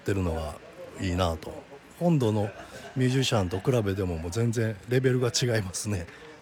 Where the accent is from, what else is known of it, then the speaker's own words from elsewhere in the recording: Kobe, Hyogo, Japan; 神戸です。2、3ヶ月に1回来て